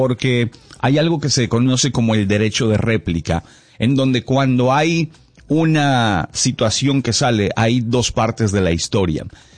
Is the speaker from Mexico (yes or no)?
yes; Mexico; now in United States; en México, de donde yo soy